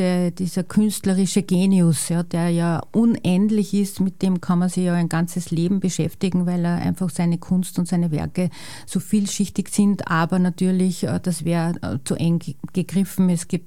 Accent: St. Pölten, Lower Austria, Austria; born there; Geboren bin ich in St. Pölten, einer sehr unattraktiven Arbeiterstadt, die sich aber gut entwickelt hat.

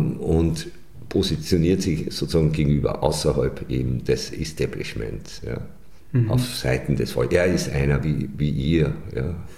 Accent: Upper Austria, Austria; wir sind in Oberösterreich aufgewachsen

